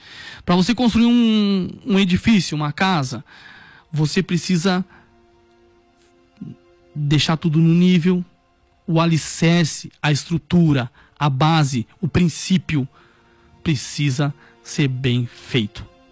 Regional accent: Brazil; nós, como brasileiro

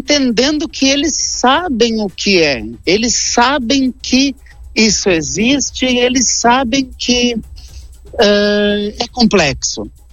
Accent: Erechim, Rio Grande do Sul, Brazil; Então, somos de Erechim, mas somos da cidade que tiver interessado no nosso trabalho.

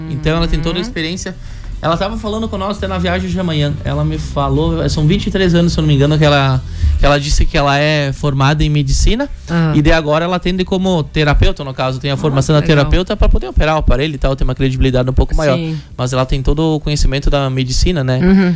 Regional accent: Brazil

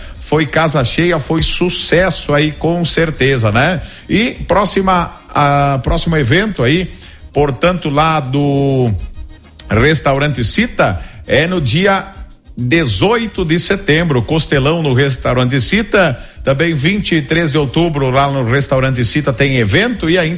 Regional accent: Morangueira, Brazil; Hoje a Bailanta é lá em Nova Alvorada, em Morangueira, minha terra natal, né?

